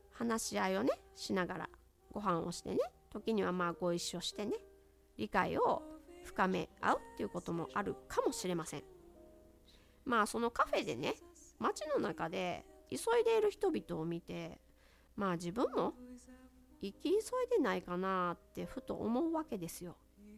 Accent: Mie, Japan; 三重県の出身なので

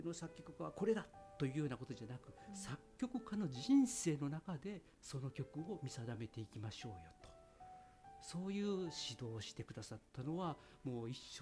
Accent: Osaka, Japan; 僕大阪の育ちなんですが、

